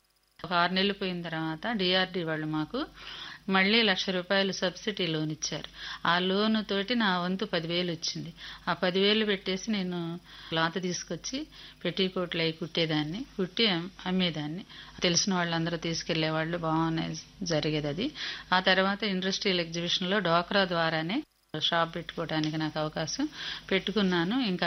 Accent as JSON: {"language": "Telugu", "town": "Tadepalli", "region": "Andhra Pradesh", "country": "India", "said": "మాది తాడేపల్లి మండలం డేసురం గ్రామంలోని సాయిరామ గ్రామైక్య సంఘం ప్రెసిడెంట్ అండి. నేను ఒక పేద కుటుంబం నుంచి వచ్చిన దాన్ని."}